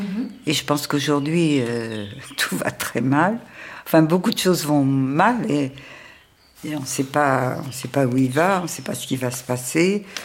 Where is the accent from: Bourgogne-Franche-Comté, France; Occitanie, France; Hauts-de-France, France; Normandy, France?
Hauts-de-France, France; Berck; Moi, je suis née pendant la guerre, tout était détruit autour de moi. Je suis née à Berck, et c'est les Anglais d'ailleurs qui bombardaient et qui ont cassé tout. Je vivais quand j'étais petite, au milieu des ruines, au milieu des mines